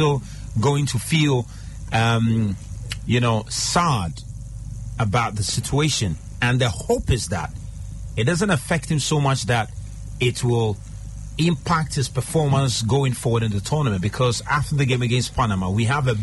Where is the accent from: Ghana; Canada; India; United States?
Ghana; of course, you say, well, I'm speaking as a Ghanaian, so I'm speaking from a biased position.